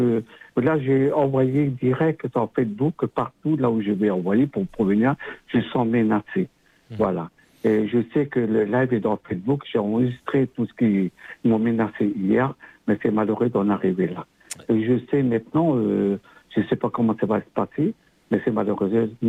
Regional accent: New Caledonia; je suis un enfant du pays, et je suis né dans le pays, et je suis parti dans la terre là où je suis né, que mes parents sont venus de Wallis et Futuna pour pionner ici

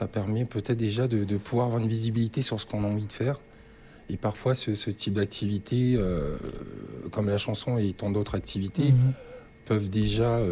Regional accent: New Caledonia; je suis né en Nouvelle-Calédonie. J'ai grandi avec les Kanaks.

